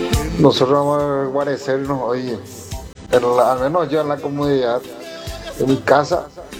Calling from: San Ignacio, Misiones, Argentina; Un gran saludo de San Ignacio Misiones. … les saluda.

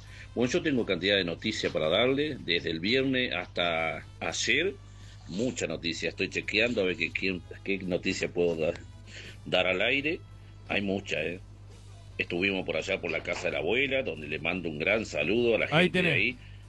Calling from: General Belgrano, Buenos Aires Province, Argentina; Un saludo desde acá, de General Belgrano. Acá estamos recién llegados al rancho

